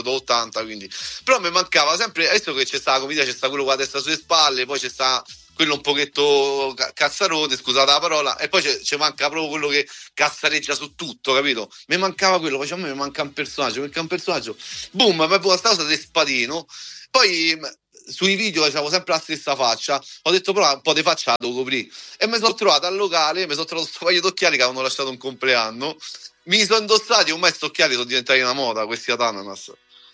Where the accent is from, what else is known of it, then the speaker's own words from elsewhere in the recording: Rome, Lazio, Italy; Ciao Eleonora, vengo da Roma e mi piace molto il nome Eleonora